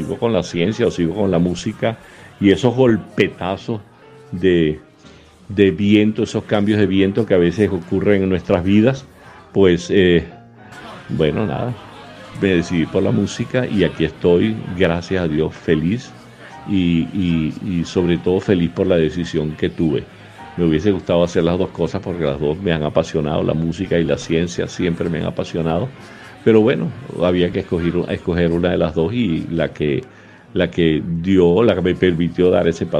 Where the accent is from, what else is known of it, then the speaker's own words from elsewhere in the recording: Calabozo, Guárico, Venezuela; Porque siempre allá en mi pueblo Calabozo, siempre se ponderaba lo que es la figura gigantesca de Antonio Esteves